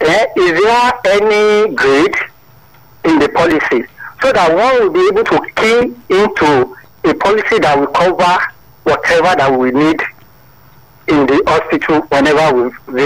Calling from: Nigeria; Yes, I'm calling from Ijai.

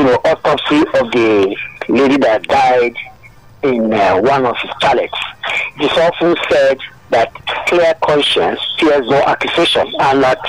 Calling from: Abaranje, Ikotun, Lagos, Nigeria; I'm calling from Abaraja in Ikoso.

